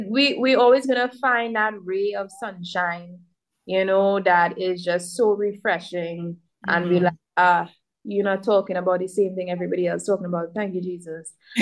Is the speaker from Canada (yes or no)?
no; Trinidad & Tobago; I think growing up in the Caribbean and growing up in Trinidad and Tobago, I will always know what is soca and what is not soca